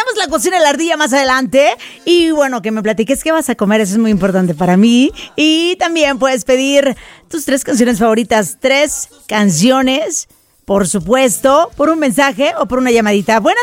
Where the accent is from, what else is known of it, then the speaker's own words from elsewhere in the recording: Mazatlán, Sinaloa, Mexico; moved away; en mi tierra, allá en Mazatlán, Sinaloa